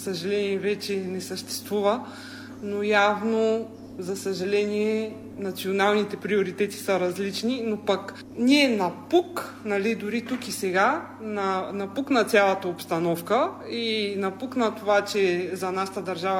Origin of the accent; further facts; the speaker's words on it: Strelcha, Pazardzhik Province, Bulgaria; Като не съм родом от Добри дял, аз съм от Средногорието, Стрелча, сърцето на Средна гора.